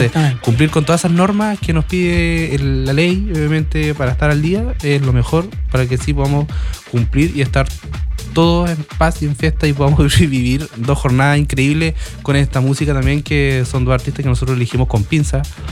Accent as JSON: {"language": "Spanish", "town": "Castro", "region": "Los Lagos", "country": "Chile", "tie": "born or raised there", "said": "Porque acá en Chiloé, yo soy de Castro, yo soy nacido y criado acá. Más chilote que las papas."}